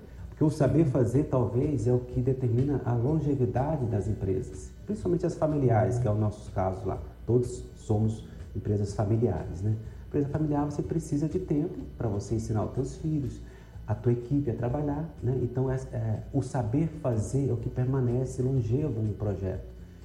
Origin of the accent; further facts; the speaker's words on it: Catalão, Goiás, Brazil; born there; moved away as an adult; now in Brasília, Brazil; Eu nasci em Catalão, Goiás